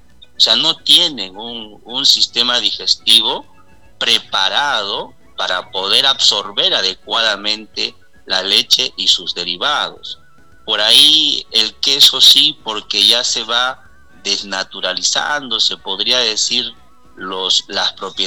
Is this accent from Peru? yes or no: yes; Peru